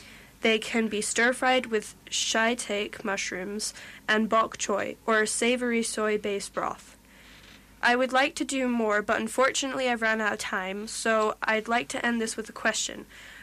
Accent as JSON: {"language": "English", "region": "Scotland", "country": "United Kingdom", "said": "Since I am Scottish, I think it would only be right if I start with Scotland's traditional food."}